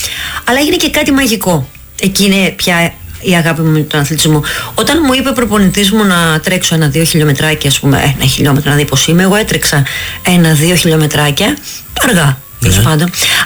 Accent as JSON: {"language": "Greek", "town": "Patras", "region": "Western Greece", "country": "Greece", "tie": "born or raised there", "said": "έμενα στη Ταραμπούρα και πήγα μόνη μου, παιδάκι, στο εθνικό στάδιο της Πάτρας"}